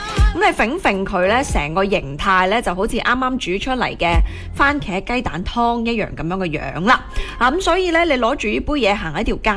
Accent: Guangdong, China; 我哋作為老廣啊，即係 local 嘅廣東人

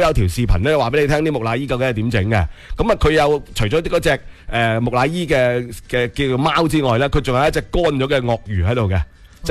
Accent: Foshan, Guangdong, China; 我哋佛山人去南越王墓博物馆咧

